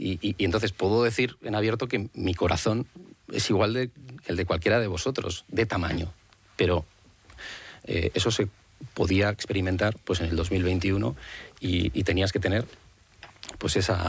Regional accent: Spain; Yo, evidentemente, espero el tiempo prudencial, como cualquier español, de cuando me vaya a tocar y poder hacerme la intervención.

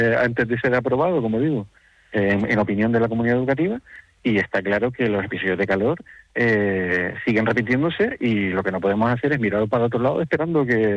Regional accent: Canary Islands, Spain

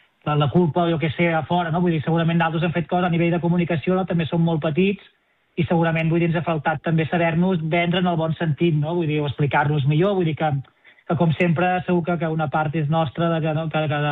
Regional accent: Barberà de la Conca, Catalonia, Spain; jo sóc de Barberà

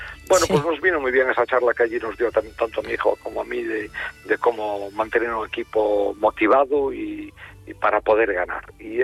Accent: Galicia, Spain; la buena gente que somos los gallegos

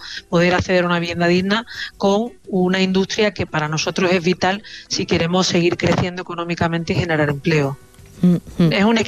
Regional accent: Andalusia, Spain; accent: Andalusian; y sobre todo en mi tierra, en Andalucía. Tú verás que siempre pongo el acento andaluz.

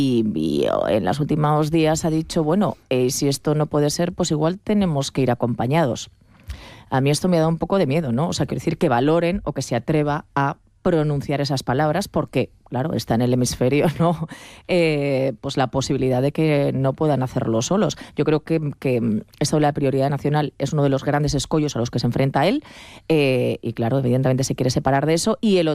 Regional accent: Aragon, Spain; en Segovia cuando iba a los veranos, evidentemente, porque soy maña.

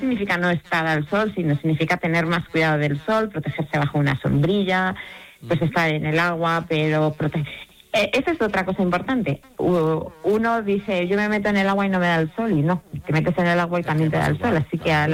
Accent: Spain; porque somos españoles.

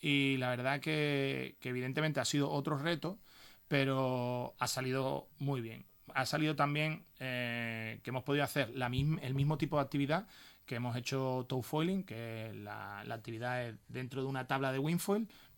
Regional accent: Cádiz, Andalusia, Spain; Yo, como gaditano, aunque soy parte de la empresa, pues evidentemente me da pena.

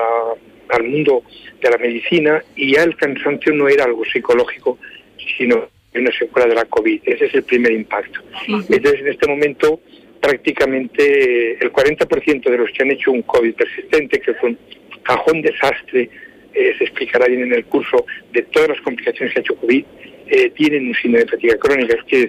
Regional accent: Teruel, Aragon, Spain; moved away; camino de Teruel, que es mi tierra.

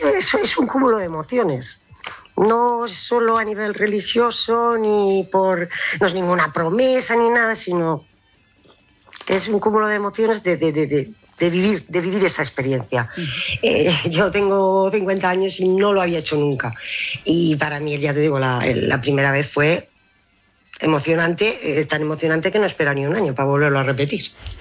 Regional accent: Alicante, Valencian Community, Spain; also born or lived in Murcia; venimos de Alicante y Murcia. Eso ahí abajo

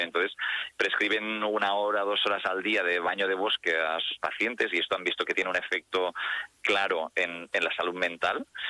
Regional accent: Figueres, Catalonia, Spain; Mira, yo mismo, en mi tierra, que yo soy del Alt Empordà, de Figueras

